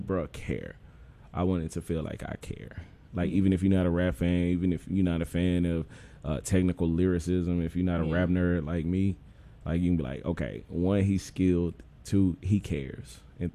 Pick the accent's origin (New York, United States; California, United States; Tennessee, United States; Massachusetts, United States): Tennessee, United States; Memphis; I'm from Orange Mound. Hey. And I grew up in the Mound when the Mound was the Mound.